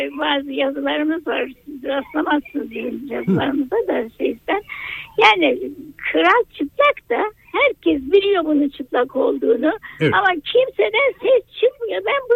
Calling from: Samsun, Turkey; İyi günler, Samsun'dan arıyorum.

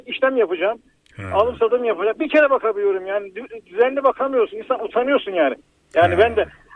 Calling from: Ankara, Turkey; Ankara'dan arıyorum.

